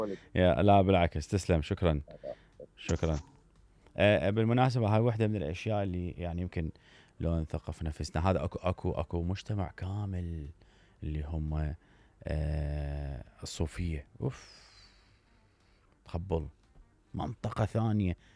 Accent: Iraq; المهم الجهتين اللي دخلوا عندنا بالعراق وسألنا،

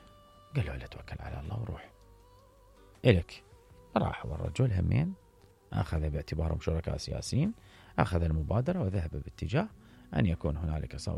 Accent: Iraq; نحن كمواطن عراقي

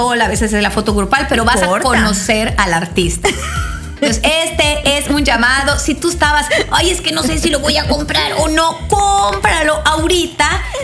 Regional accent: Yucatán, Mexico; los yucatecos vamos, digo, vamos, pues somos yucatecas

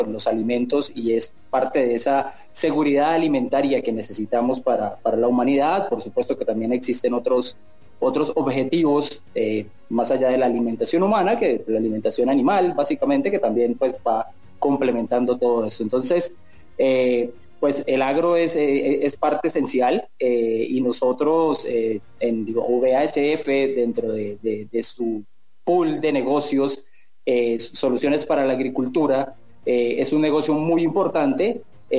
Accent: Colombia; moved away as an adult; now in Mexico; Soy colombiano, sí. Colombiano, bueno. Viviendo hace algunos años en el exterior.

